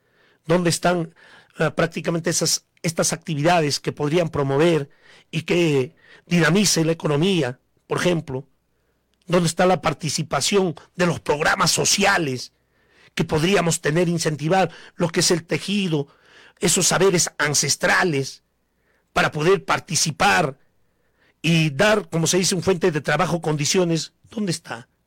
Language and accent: Spanish; Coracora, Ayacucho, Peru; mi pueblo de Coracora, Parinacochas, porque como coracoreño, como yanahuico